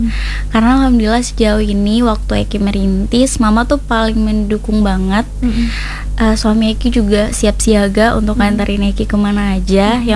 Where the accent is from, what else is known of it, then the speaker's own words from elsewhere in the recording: South Sulawesi, Indonesia; kalau kita orang Bugis.